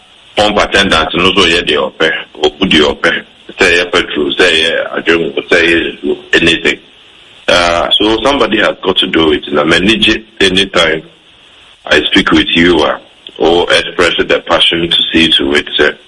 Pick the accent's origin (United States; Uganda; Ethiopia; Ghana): Ghana; as a Ghanaian